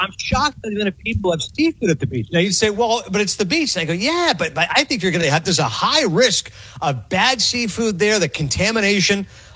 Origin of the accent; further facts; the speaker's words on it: Canada; Growing up in Canada, we get snow.